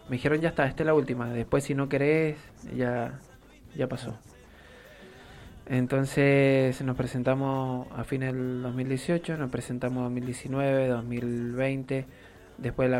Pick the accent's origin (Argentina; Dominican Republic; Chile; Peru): Argentina; Mendoza; Pero como mendocino en la fiesta máxima